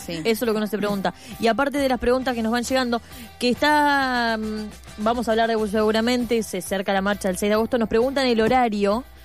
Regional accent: Bahía Blanca, Buenos Aires Province, Argentina; soy de Bahía Blanca, ciudad mayormente gorila.

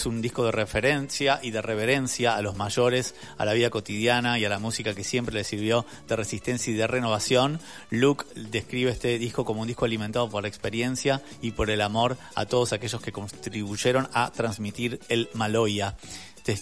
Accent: Réunion; momentos espirituales y culturales vividos en mi tierra, en la isla de La Reunión.

